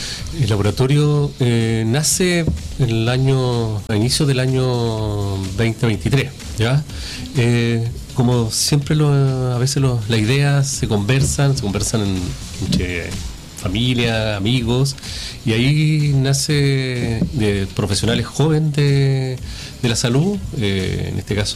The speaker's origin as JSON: {"language": "Spanish", "town": "San Pedro de la Paz", "region": "Biobío", "country": "Chile", "tie": "born or raised there", "said": "nosotros somos originarios de San Pedro de la Paz"}